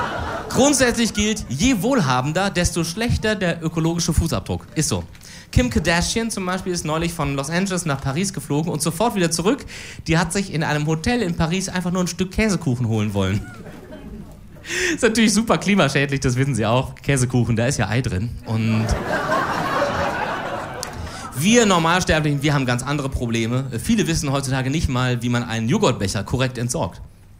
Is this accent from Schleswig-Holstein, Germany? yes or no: no; Cologne, North Rhine-Westphalia, Germany; Ich musste mich jetzt, als Kölner, ich musste mich jetzt entscheiden